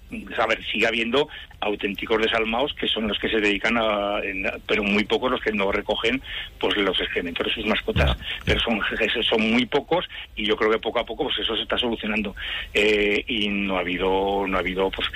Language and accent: Spanish; Spain; todos somos españoles aquí, y es la bandera de todos.